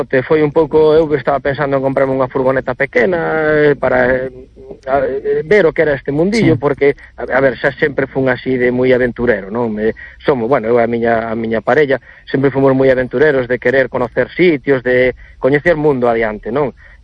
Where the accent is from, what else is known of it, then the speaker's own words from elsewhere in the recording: Redondela, Galicia, Spain; Por eu son de Redondela, saímos hacia Mellora, hacia Porto Novo, Grove, saímos por zonas cercanas.